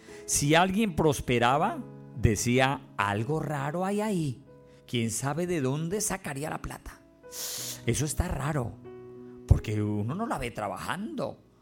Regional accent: Colombia; Esta es mi tierra, yo soy de aquí, yo nací aquí

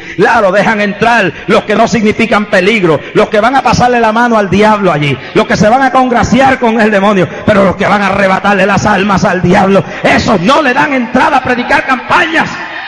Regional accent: Puerto Rico

